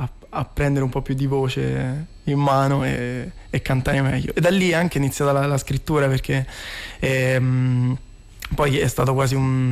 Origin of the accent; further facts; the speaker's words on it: Rome, Lazio, Italy; Sono di Roma, poi mi sono trasferito a Campagnano, che è un paese, okay, poco fuori da raccordo, ecco.